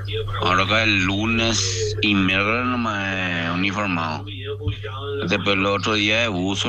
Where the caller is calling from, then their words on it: Ciudad del Este, Alto Paraná, Paraguay; Yo soy de Ciudad del Este